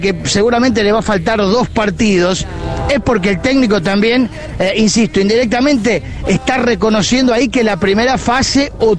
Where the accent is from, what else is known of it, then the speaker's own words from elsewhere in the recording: Ceres, Santa Fe, Argentina; born there; Nací en Ceres, Gaby